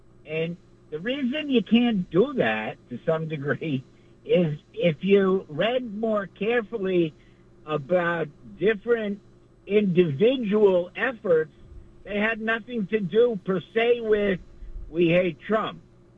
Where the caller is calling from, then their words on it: Montclair, New Jersey, United States; I'm calling from Bourget, Montclair.